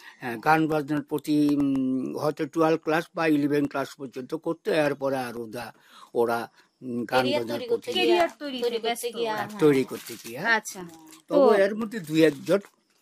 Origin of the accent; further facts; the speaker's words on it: Belonia, Tripura, India; also born or lived in Kolkata; আমার জন্মস্থান, আমি এই বাড়িতেই বিলোনিয়া গিরিধারি আশ্রম পাড়াতে আমার এই জন্মস্থান আর কি।